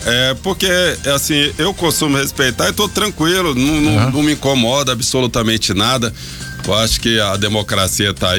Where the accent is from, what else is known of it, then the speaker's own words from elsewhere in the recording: Rio de Janeiro, Brazil; moved away; lá no meu estado, Rio de Janeiro.